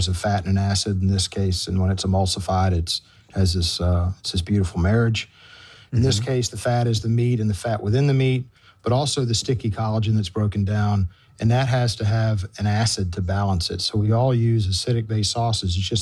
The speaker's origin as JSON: {"language": "English", "town": "Memphis", "region": "Tennessee", "country": "United States", "tie": "born there", "said": "I was born in Memphis."}